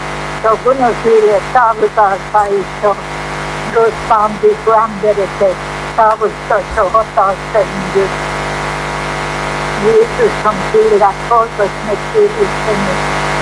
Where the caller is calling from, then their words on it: Harghita, Romania; Én Csíkból vagyok.